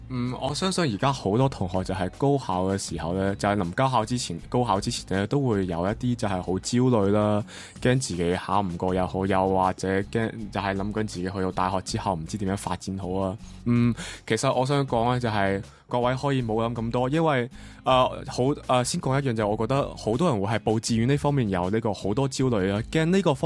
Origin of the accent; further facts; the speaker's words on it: Macau; 我是来自中国澳门的